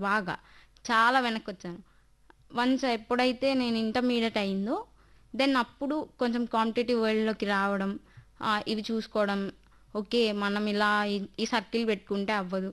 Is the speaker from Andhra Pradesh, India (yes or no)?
yes; Vijayawada, Andhra Pradesh, India; నాకు చిన్నప్పటి నుంచి విజయవాడలో పెరిగినా కానీ అది తెలియదు